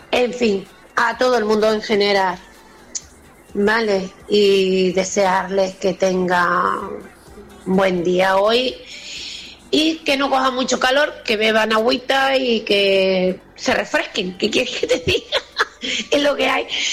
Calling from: Santa Lucía de Tirajana, Canary Islands, Spain; de Santa Lucía y, a ver, hace mucho calor.

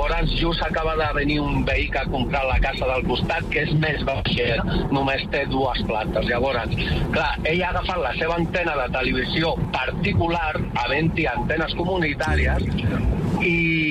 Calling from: La Riera de Gaià, Catalonia, Spain; Pues mira, soc de la Riera de Gaià, vale, ara mateix estic conduint

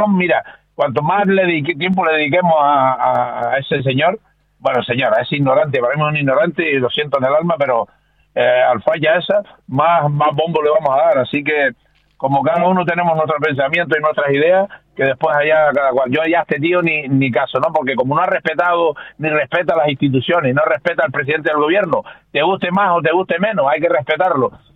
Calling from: Canary Islands, Spain; los canarios siempre hemos sido solidarios y hemos sido humanitarios

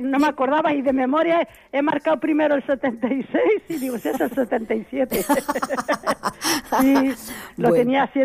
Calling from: Barcelona, Catalonia, Spain; aquí de la Ciudad Meridiana.

